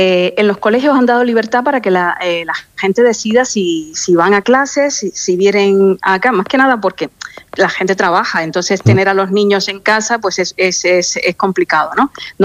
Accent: Melilla, Spain; Nosotros somos españoles, somos España, como te digo, desde 1497, y tiene que ser normal que el rey de España venga de visita a nuestra ciudad.

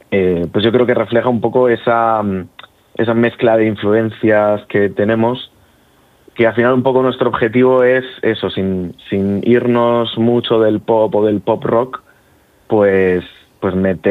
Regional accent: Region of Murcia, Spain; now in Madrid, Spain; Tanto María Ángela, bajista, como yo somos de Murcia. Entonces, pues eso, aunque el proyecto nace y nosotros vivimos en Madrid, pues estamos muchísimo en Murcia.

